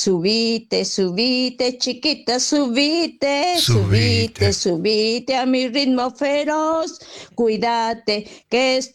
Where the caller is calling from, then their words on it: Ramos Mejía, Buenos Aires Province, Argentina; de Ramos Mejía.